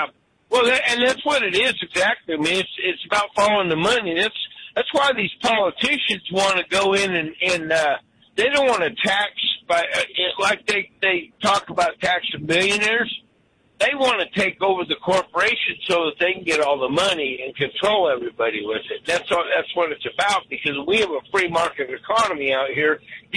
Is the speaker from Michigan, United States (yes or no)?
no; Colorado, United States; moved away; I grew up in Colorado. They had that kind of stuff, and they were really starting to get hardcore on it out there when we left back in the early 90s.